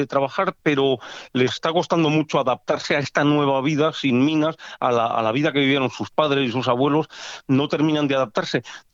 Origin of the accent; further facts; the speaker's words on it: Castile, Spain; Hoy día, tú y yo que somos castellanos, para que se adiestre un niño castellano en la pesca de truchas, ¡buf!, es complicado